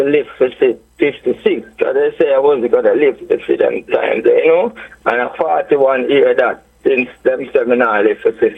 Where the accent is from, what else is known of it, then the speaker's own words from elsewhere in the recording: Kingston, Jamaica; I come from Dungatown, which is Kingston.